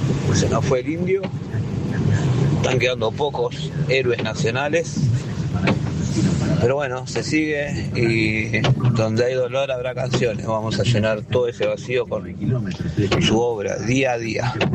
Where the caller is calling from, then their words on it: José C. Paz, Buenos Aires Province, Argentina; de José Paz, acá yendo al laburo.